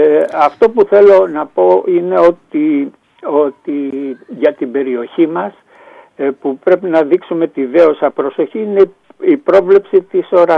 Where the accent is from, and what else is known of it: Antirrio, Western Greece, Greece; born or raised there; also born or lived in Nafpaktos / Patras